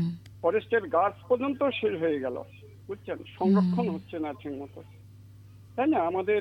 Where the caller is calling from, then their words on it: India; মেকলিমাস block Ranihat থেকে